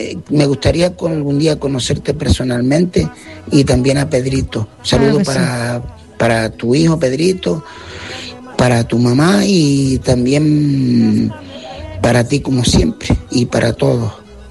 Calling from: Tejina, Canary Islands, Spain; el de Tejina

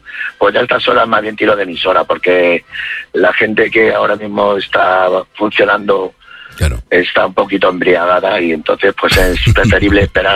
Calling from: Alcorcón, Community of Madrid, Spain; yo vivo en Alcorcón.

